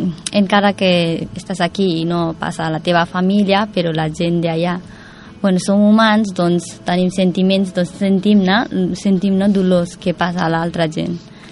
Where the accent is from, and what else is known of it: Nepal; moved away